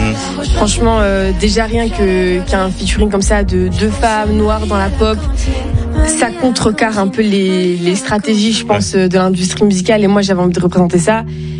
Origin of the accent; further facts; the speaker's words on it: Brussels, Belgium; mais c'est une go de Bruxelles, je suis de Bruxelles, donc on a déjà les mêmes codes.